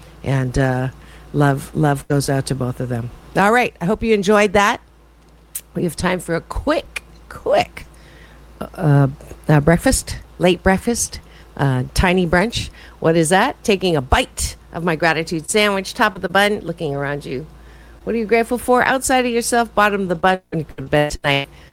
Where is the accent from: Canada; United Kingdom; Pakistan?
Canada; moved away; I'm originally from Canada, like Courtney Ann